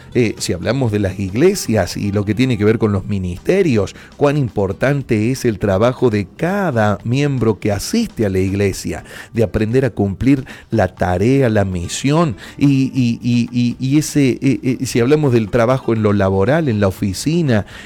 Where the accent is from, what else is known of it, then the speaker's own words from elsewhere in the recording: Argentina; nosotros como argentinos